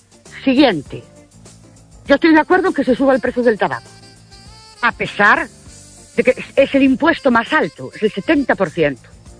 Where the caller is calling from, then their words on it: Ourense, Galicia, Spain; de Urense otra vez.